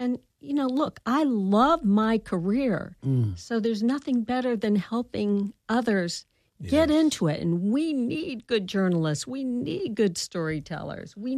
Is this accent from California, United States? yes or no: no; Atlanta, Georgia, United States; I grew up in Atlanta.